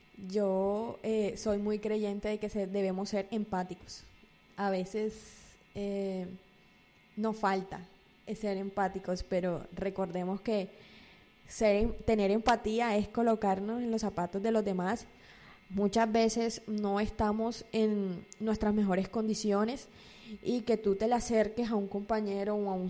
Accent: San Pedro de Urabá, Antioquia, Colombia; accent: costeña; yo soy orgullosamente sanpedreña, pero es que San Pedro es Antioquia. Y yo, sí, somos antioqueños, pero tenemos un poquito de costa, estamos multiculturalizados, entonces es un honor para mí tener esas raíces

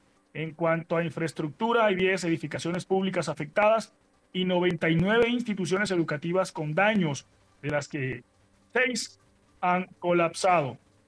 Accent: Caribbean coast, Colombia; now in Buenaventura, Colombia; Yo, como buen costeño

